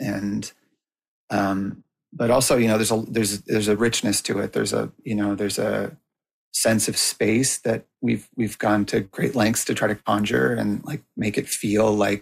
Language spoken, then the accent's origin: English; Woodstock, New Brunswick, Canada; now in New York, United States; as a person who grew up in, you know, Woodstock